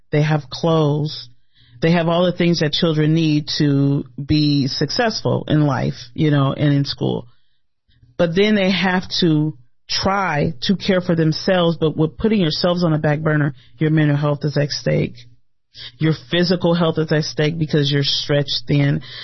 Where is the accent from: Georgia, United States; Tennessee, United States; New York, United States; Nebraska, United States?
Nebraska, United States; Omaha; I grew up right here in Omaha, right in North Omaha. Born and raised, I'm 49 years old, and so I've been here for 49 years.